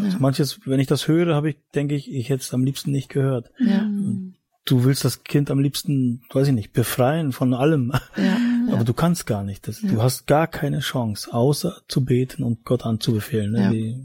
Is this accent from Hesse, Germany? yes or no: no; Mecklenburg-Vorpommern, Germany; Wir würden gerne nach Mecklenburg-Vorpommern gehen, das ist Ostdeutschland, meine Heimat eigentlich, wo ich herkomme.